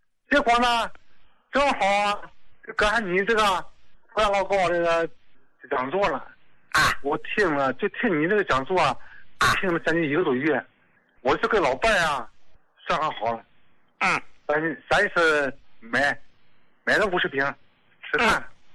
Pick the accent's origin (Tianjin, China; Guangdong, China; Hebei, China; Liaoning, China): Liaoning, China; Dalian; 我是大连的。